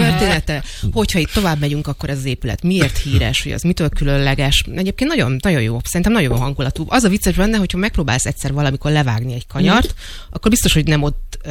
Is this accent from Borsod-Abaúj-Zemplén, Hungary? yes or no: no; Budapest, Hungary; vagyok vekerlei, hogy mi 3 évvel ezelőtt, ugye mi egy utcával feljebb költöztünk, tehát mi gyakorlatilag kiköltöztünk Vekkerléről. Tehát én most már kispesti vagyok, már nem klasszik bent a Vekkerlé.